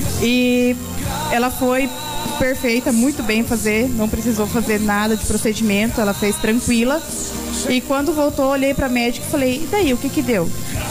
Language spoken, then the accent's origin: Portuguese; Cianorte, Paraná, Brazil; Eu sou de Cianorte, eu tô aqui.